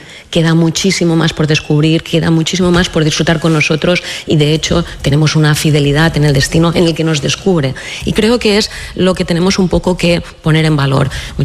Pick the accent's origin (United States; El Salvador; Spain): Spain; Ibiza, Balearic Islands; Obviamente soy subjetiva, soy ibicenca y soy alcaldesa, claro.